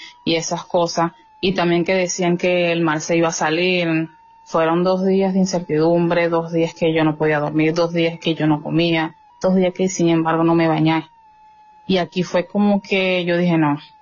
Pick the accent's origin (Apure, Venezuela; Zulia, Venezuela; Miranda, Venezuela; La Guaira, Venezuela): La Guaira, Venezuela; soy de La Guaira, tengo 5 niños...